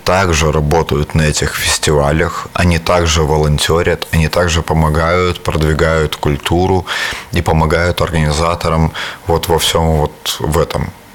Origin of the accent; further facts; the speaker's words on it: Belarus; никто не забывает про то, что мы сделали и какой вклад в этой войне на стороне Украины мы сделали, как белорусы.